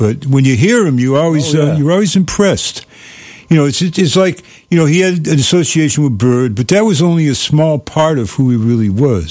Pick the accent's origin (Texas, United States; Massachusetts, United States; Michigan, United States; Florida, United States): Massachusetts, United States; Boston; He started his career in Boston, in my hometown.